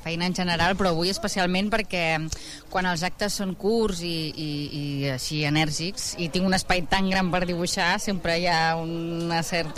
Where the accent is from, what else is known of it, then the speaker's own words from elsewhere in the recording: Martorell, Catalonia, Spain; jo soc de Martorell